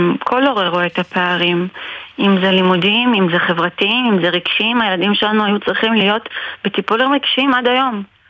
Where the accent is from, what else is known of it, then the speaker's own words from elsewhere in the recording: Ma'alot, Northern District, Israel; now in Shomera, Israel; אני ממעלות, גם בצפון.